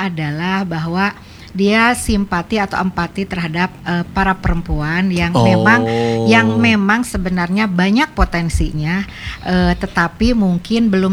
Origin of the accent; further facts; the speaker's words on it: Tasikmalaya, West Java, Indonesia; born there; Kalau saya lahirnya dari Tasikmalaya.